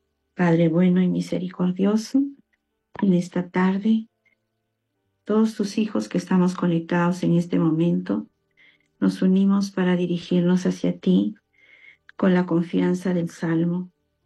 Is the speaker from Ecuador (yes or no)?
no; Peru